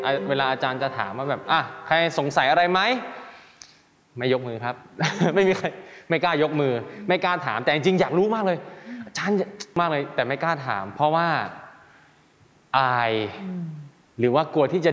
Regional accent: Isan, Thailand; เราเป็นคนอีสานเราก็พูดอีสานไปเลย

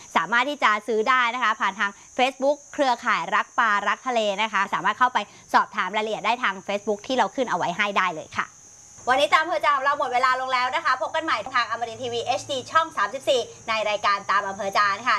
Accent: Southern Thailand, Thailand; ไม่ได้เราเป็นคนใต้

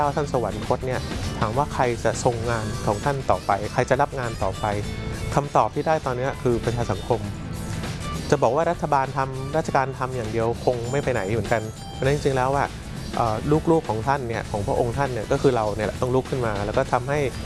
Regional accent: Bangkok, Thailand

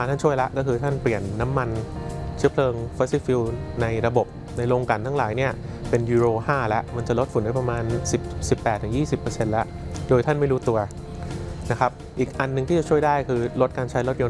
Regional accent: Bangkok, Thailand; เราเองคนกรุงเทพไม่ได้หมายความว่าเราจะยุ่งเฉพาะฝุ่นกรุงเทพนะ

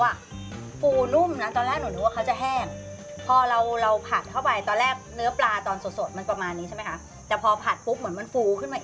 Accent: Southern Thailand, Thailand; ไม่ได้เราเป็นคนใต้

